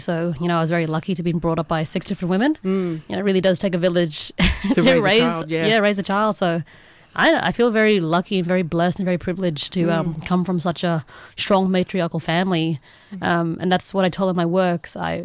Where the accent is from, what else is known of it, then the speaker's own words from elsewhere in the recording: Wyndham, Western Australia, Australia; also born or lived in Elcho Island, Northern Territory; way over in the Kimberley, East Kimberley more specifically, from a small town called Wyndham. And I'm also from Kalawinku, which is also called Elko Island, all the way in East Arnhem Land.